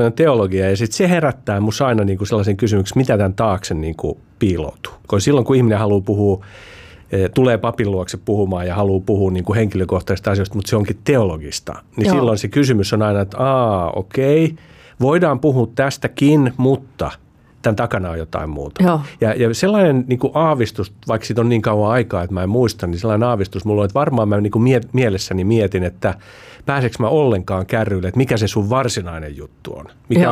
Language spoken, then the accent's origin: Finnish; Helsinki, Uusimaa, Finland; mä oon helsinkiläinen